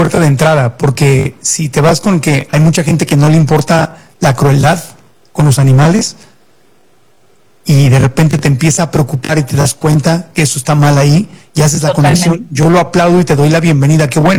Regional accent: Tijuana, Baja California, Mexico; Yo soy de Tijuana y yo lo veía con mi propia familia en Tijuana y San Diego.

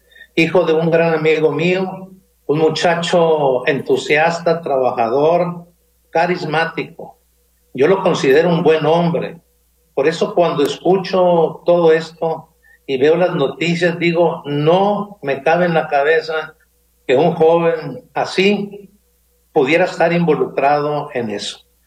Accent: Sinaloa, Mexico; nuestro estado

